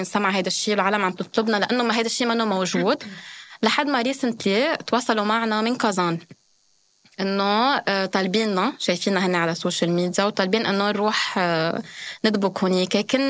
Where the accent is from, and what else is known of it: Lebanon; now in Russia